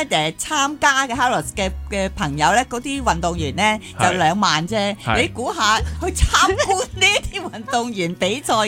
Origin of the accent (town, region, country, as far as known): Hong Kong